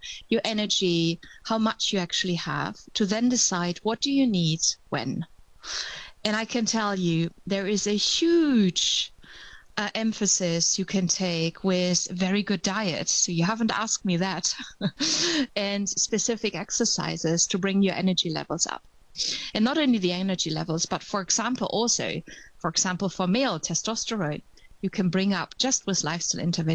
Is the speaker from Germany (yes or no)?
yes; Germany; now in Netherlands